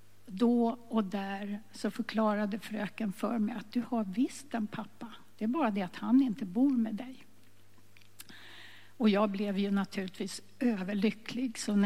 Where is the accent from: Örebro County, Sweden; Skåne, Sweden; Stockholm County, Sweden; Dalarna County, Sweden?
Stockholm County, Sweden; Stockholm; born or raised there